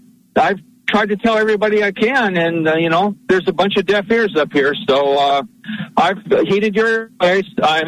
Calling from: Washington, United States; up here in Washington State.

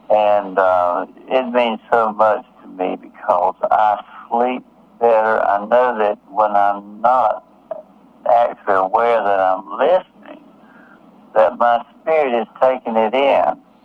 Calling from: Nichols, South Carolina, United States; I'm calling from Nichols, South Carolina, and I'm an old Navy, U.S. Navy radioman

